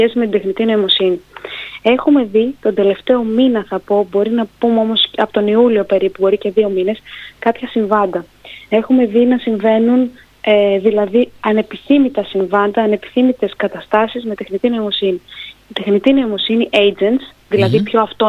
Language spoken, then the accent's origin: Greek; Veria, Central Macedonia, Greece; εγώ είμαι από τη Βέρεια